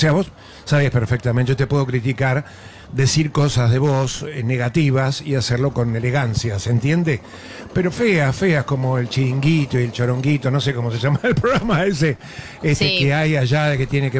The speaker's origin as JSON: {"language": "Spanish", "country": "Uruguay", "said": "Por eso, como uruguayo, me alegra muchísimo que digas lo que acabas de decir."}